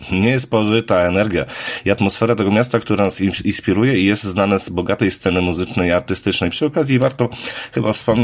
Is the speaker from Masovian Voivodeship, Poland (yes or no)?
yes; Żyrardów, Masovian Voivodeship, Poland; Żyrardowska omerta. Symbolizuje taką naszą lojalność i solidarność w zespole, podobnie jak kodeks milczenia w mafii. Taki klimat nawiązujący do mojego rodzinnego miasta.